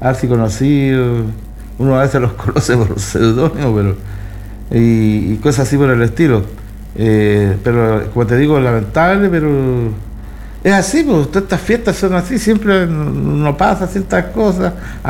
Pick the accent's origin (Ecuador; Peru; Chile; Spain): Chile; Somos chilenos, Carlitos, somos chilenos